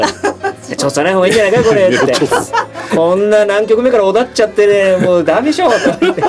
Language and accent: Japanese; Sapporo, Hokkaido, Japan; born there; 僕らリアルタイムで札幌で見てた世代